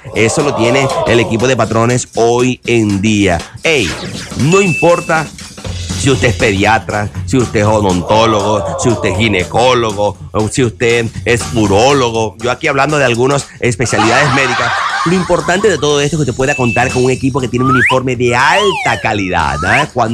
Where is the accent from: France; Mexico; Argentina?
France; al PSG, mi equipo de mi país natal, Francia.